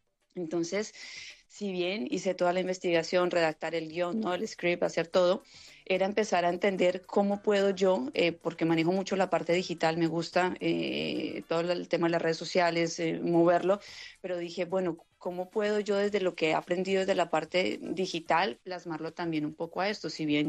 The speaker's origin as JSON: {"language": "Spanish", "country": "Colombia", "said": "como colombianos yo hablo en mi país cuando me corresponda, en mi ciudad"}